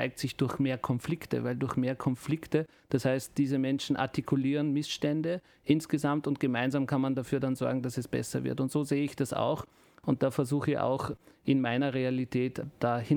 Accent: Salzburg, Austria; born there; Ich bin in der dritten, meine Kinder in der vierten Generation hier.

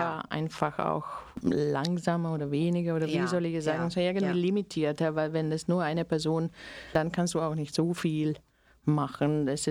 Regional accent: Slovakia; now in Austria

